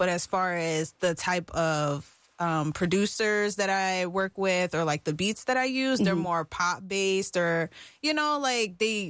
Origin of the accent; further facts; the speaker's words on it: Washington, District of Columbia, United States; moved away as an adult; now in Houston, United States; I am originally from D.C., but I moved to Houston about 5 years ago. Don't know if that makes me a Houstonian yet.